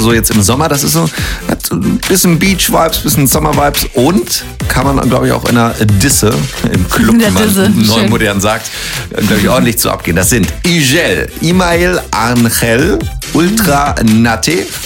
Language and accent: German; Germany; Du bist ja Spanierin, ich bin Deutscher.